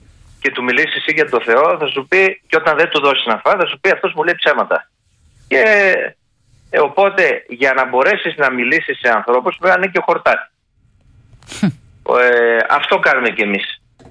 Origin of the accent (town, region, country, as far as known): Kavala, Eastern Macedonia and Thrace, Greece; born or raised there; moved away as an adult